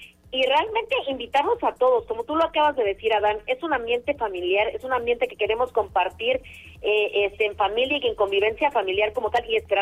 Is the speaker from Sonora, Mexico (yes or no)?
no; Querétaro, Mexico; siendo queretana también